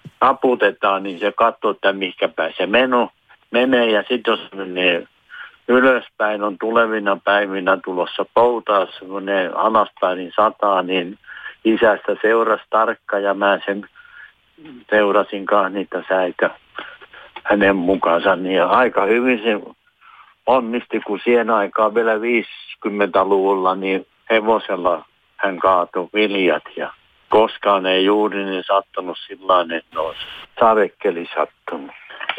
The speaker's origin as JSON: {"language": "Finnish", "region": "Pirkanmaa", "country": "Finland", "tie": "born or raised there", "said": "mä oon maatalosta kotoisin, eli Kallenautiossa olen syntynyt. Meillä on maatalo siellä 15 hehtaari pelto"}